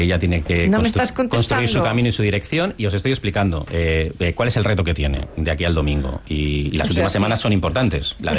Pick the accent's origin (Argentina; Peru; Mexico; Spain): Spain; San Sebastián, Basque Country; como sabes soy de Donosti